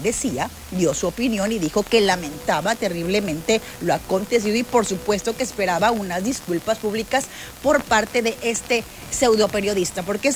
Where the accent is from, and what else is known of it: Mexico